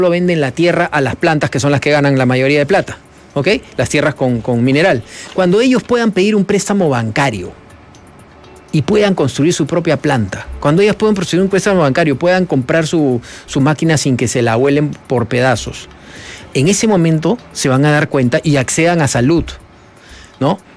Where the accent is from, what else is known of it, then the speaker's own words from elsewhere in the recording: Peru; cuando nosotros miramos 15.000 como peruanos